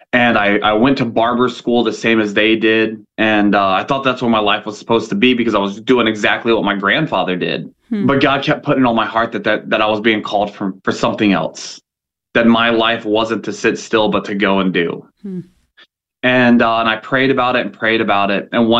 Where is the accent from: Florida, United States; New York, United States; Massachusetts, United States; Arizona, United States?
Florida, United States; Fort Walton Beach; I grew up in Fort Walton Beach, just outside of Eglin Air Force Base.